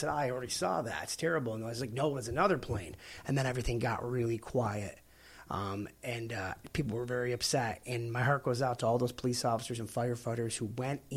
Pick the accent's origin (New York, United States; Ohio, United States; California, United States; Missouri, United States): New York, United States; Buffalo; Again, I'm from Buffalo originally.